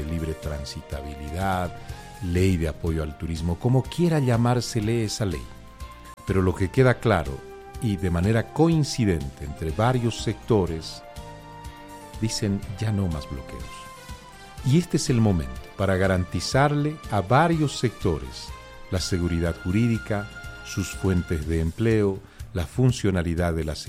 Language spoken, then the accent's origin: Spanish; Bolivia